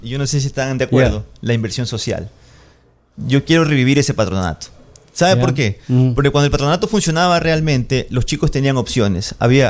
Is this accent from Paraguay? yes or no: no; Ecuador; yo soy de Ecuador